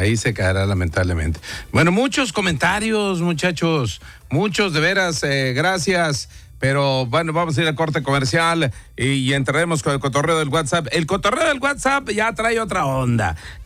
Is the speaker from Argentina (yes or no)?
no; Monterrey, Nuevo León, Mexico; somos porque somos regios